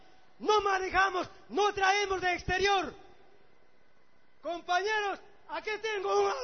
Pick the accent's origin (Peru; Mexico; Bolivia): Bolivia; Aquí soy hombre boliviano que he nacido aquí en Bolivia, carajo. No soy español como vos.